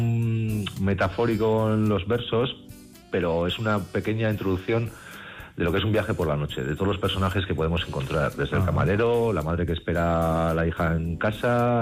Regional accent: Navarre, Spain; a las merindades de Navarra, que pues eso, que habla un poco de cada merindad, un poco de amor a mi tierra.

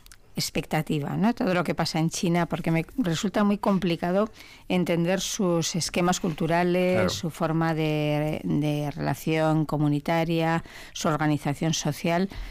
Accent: Basque Country, Spain; como sería yo aquí una vasca normal y corriente

